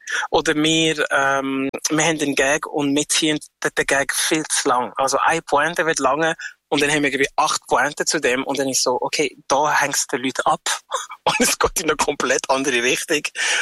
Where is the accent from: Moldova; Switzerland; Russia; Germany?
Switzerland; Aargau; Aufgewachsen im Aargau. Und ich glaube, wir, würde ich jetzt mal behaupten, reden am neutralsten.